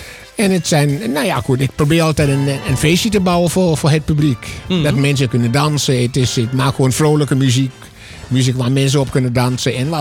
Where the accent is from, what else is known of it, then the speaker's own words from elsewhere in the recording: Trinidad & Tobago; now in Netherlands; Nee, ik kom uit Trinidad en Tobago. Dat is een klein eiland, is vlakbij Jamaica.